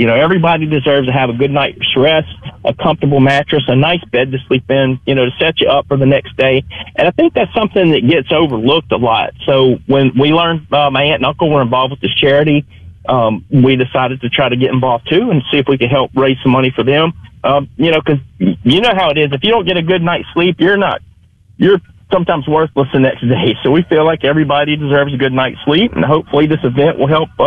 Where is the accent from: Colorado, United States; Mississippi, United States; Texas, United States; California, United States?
Mississippi, United States; McComb; moved away; I'm originally from the Macomb area. I have strong roots in Pike County, Macomb Summit, that area.